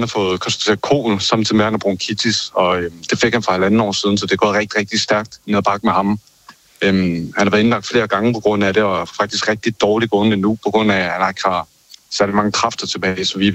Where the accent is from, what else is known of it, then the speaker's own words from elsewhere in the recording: West Jutland, Denmark; Nej, jeg er fra Vestjylland.